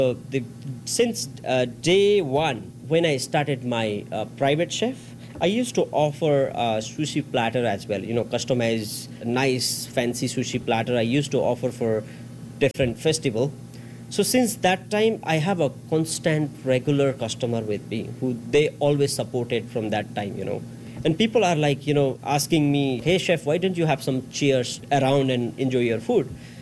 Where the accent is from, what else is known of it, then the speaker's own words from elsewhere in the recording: Nepal; moved away as an adult; now in Canada; I'm from Nepal.